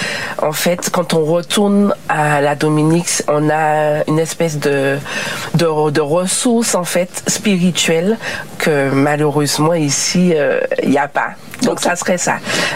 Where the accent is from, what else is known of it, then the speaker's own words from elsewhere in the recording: Martinique; Voilà, les deux sont de la Dominique. Donc, on a grandi, on est né en Martinique, on a grandi en Martinique, mais dans le foyer, c'est un foyer anglophone.